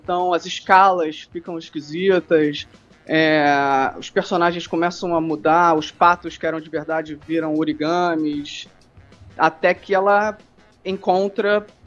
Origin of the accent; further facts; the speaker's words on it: Rio de Janeiro, Brazil; Sou carioca da gema, mas com certas ressalvas, né? Não sou muito de praia, não sou muito de futebol, nem de samba, então, assim, mas nasci no Rio